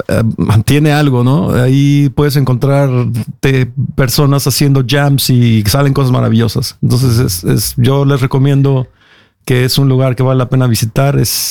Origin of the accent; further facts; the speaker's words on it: Mexico City, Mexico; fue lo que yo estudié cuando estudié música de pequeño en la Ciudad de México